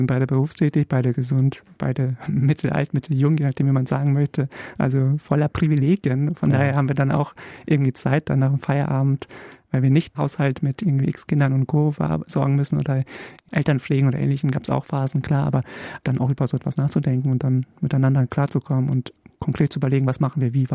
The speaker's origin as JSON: {"language": "German", "country": "Poland", "said": "Ich komme ja aus Polen, da ist man, glaube ich, katholisch mit Default-Einstellung."}